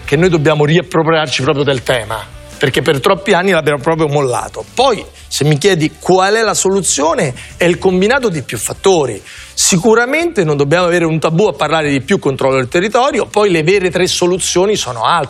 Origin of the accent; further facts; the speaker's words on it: Rome, Lazio, Italy; sono nato e cresciuto ad Ostia, non a Beverly Hills.